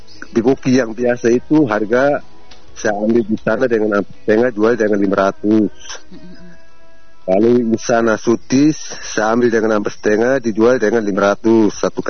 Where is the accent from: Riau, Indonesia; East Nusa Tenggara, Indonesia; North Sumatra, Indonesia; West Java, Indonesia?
East Nusa Tenggara, Indonesia; Tapi saya orang Insana